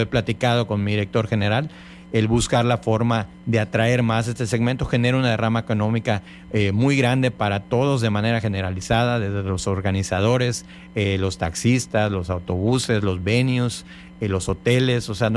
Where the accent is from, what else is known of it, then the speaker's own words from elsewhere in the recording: Cozumel, Quintana Roo, Mexico; Somos parte de las primeras familias fundadoras de acá de Cozumel.